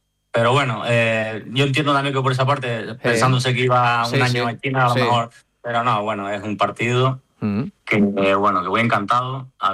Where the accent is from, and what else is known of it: Arguineguín, Canary Islands, Spain; now in Madrid, Spain